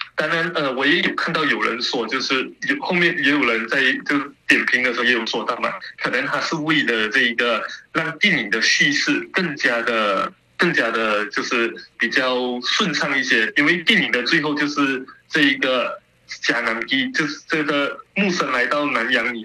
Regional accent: Malaysia; accent: Malaysian; 我用我们马来西亚的口音

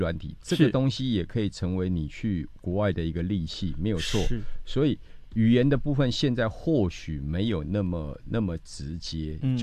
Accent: Taiwan; 我们台湾人讲客气嘛

